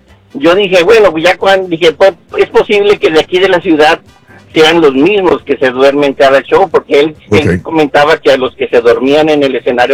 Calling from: Reynosa, Tamaulipas, Mexico; yo soy de Reynosa.

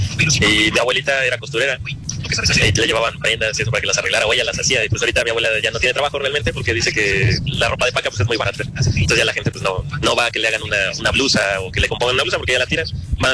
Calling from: Orizaba, Veracruz, Mexico; yo soy de Orizaba, Veracruz.

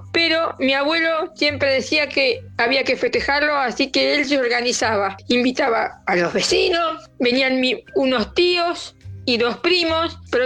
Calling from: Argentina; de Beruti.

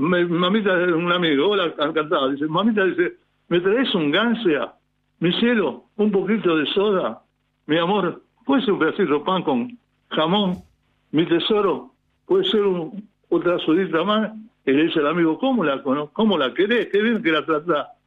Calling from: Buenos Aires, Argentina; yo soy porteño. Mi papá y mi mamá se conocieron en Almagro bailando tango.

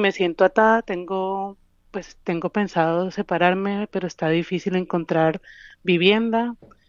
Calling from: Netherlands; te hablo desde Holanda.

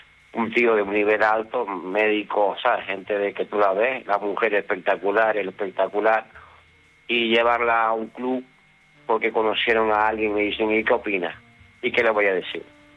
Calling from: Tenerife, Canary Islands, Spain; Yo soy aquí de Tenerife y tú sabes que esto es turístico.

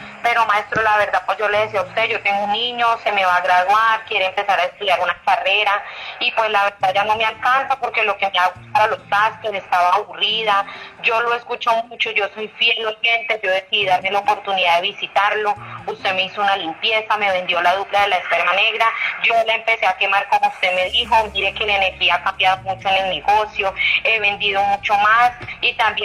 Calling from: Bogotá, Colombia; lo llamo desde acá, desde Bogotá, desde el barrio Santa Isabel.

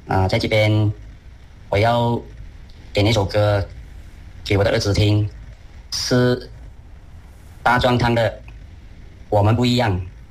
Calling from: Kelantan, Malaysia; 我是来自吉兰丹州国乐基来的

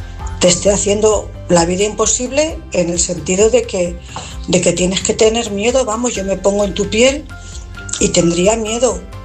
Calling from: Cuenca, Castilla-La Mancha, Spain; corresponsal de Cuenca.

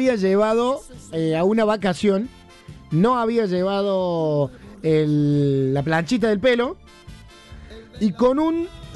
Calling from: Alta Gracia, Córdoba, Argentina; de Alta Gracia. En esa época viví en Córdoba.

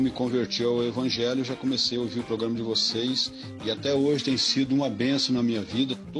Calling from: Quatro Barras, Paraná, Brazil; de Quatro Barras, região metropolitana de Curitiba.

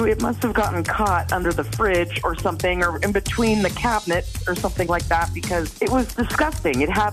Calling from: Monona, Wisconsin, United States; I'm from Monona.

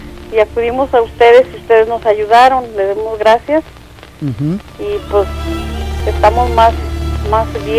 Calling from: Villa Corona, Jalisco, Mexico; De aquí, del municipio de Villacorona.

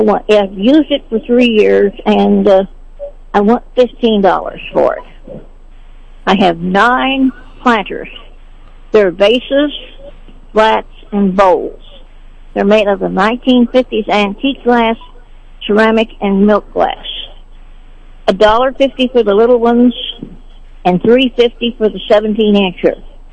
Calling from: Sedalia, Missouri, United States; I'm calling from Sedalia.

